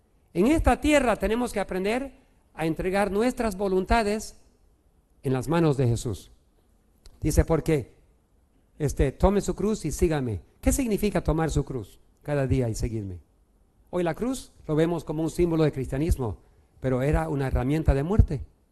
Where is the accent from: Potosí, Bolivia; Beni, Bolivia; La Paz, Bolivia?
Beni, Bolivia; cuando me crié en el Beni